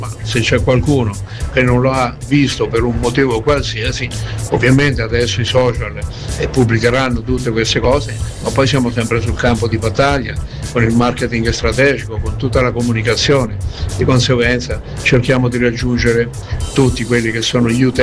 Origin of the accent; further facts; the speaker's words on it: Marche, Italy; Essere marchigiano, ma sono orgoglioso di esserlo.